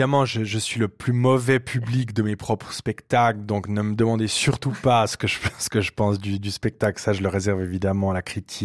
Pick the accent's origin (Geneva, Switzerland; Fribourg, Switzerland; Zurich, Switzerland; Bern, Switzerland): Bern, Switzerland; born there; Et donc, ma maman a dû accoucher à l'hôpital de Lille à Berne. Et donc, je suis né à Berne.